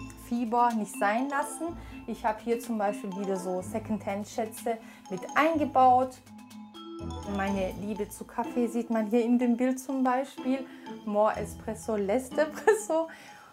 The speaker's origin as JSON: {"language": "German", "country": "Germany", "said": "wir sind Deutsche, die Migrationshintergrund haben."}